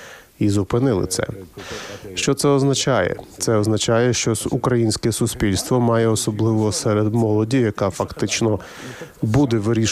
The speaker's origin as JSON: {"language": "Ukrainian", "country": "Poland", "second_language": "Ukrainian", "said": "І це я кажу, як поляк."}